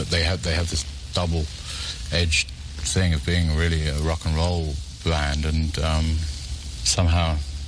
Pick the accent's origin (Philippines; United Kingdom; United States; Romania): United Kingdom; England; Partly because I'm English and there's a great legacy of music hall and older things in … than rock and roll.